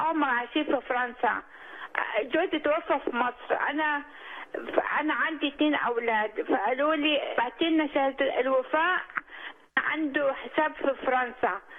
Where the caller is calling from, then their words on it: Australia; انا بنت الرب من استراليا.